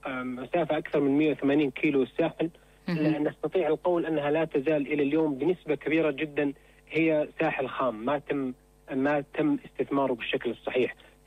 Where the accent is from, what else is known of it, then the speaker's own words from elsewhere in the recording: Syria; يعني إحنا كسوريين يعني ما عندنا اطلاع كافي على بلدنا